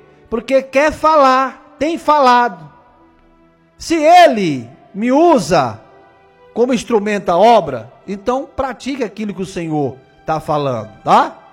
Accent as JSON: {"language": "Portuguese", "town": "Belém", "region": "Pará", "country": "Brazil", "said": "Sou de Belém do Pará."}